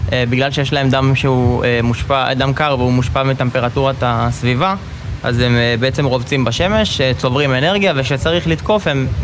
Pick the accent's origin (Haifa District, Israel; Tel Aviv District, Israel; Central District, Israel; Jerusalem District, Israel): Central District, Israel; התחילה מאז שנולדתי, נולדתי במושב, תמיד גדלתי בסביבת בעלי חיים.